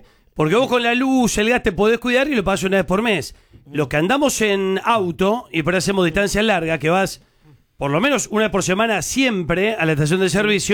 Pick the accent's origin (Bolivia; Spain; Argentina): Argentina; los argentinos, ¿somos tan fan